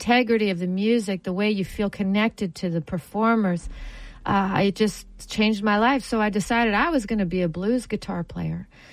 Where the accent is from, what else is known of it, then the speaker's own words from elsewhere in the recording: Ottawa, Ontario, Canada; Well, I'm from Ottawa, Canada. The capital of Canada. And it's a beautiful town in Ontario. Beautiful in the Ottawa Valley. It's a gorgeous area. And, that's where I grew up.